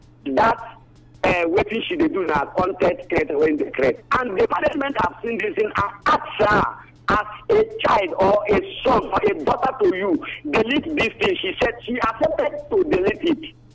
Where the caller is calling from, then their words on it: Nigeria; we Nigerians